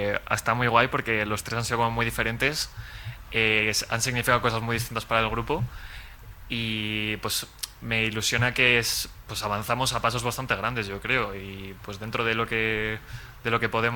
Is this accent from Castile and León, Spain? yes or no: yes; El Burgo de Osma, Castile and León, Spain; he nacido en el Burgo de Osma, soy originario de allí